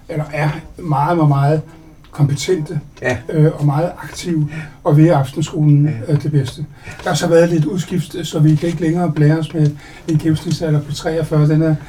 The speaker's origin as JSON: {"language": "Danish", "town": "Brøndby", "region": "Capital Region of Denmark", "country": "Denmark", "said": "Og jeg kommer fra Brøndby, og aktiv i Brøndby"}